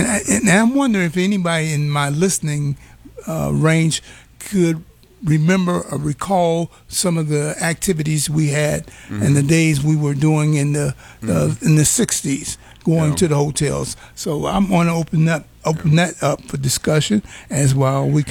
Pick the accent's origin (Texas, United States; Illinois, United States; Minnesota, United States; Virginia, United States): Illinois, United States; Chicago; I grew up in Chicago, and lately we are talking about the teen takeovers.